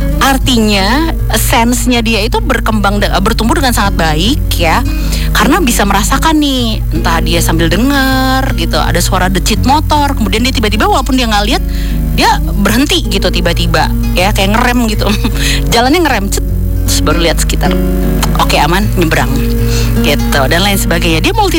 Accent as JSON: {"language": "Indonesian", "town": "Bandung", "region": "West Java", "country": "Indonesia", "tie": "born or raised there", "said": "karena dari kecil, waktu kecil aku di Bandung kan."}